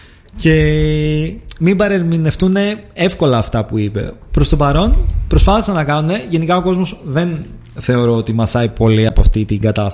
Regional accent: Greece; το λέω γενικά σαν Έλληνες

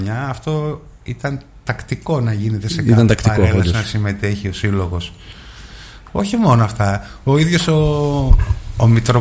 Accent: Greece; born there; Είμαι Έλληνας, τι να κάνω, εδώ γεννήθηκα.

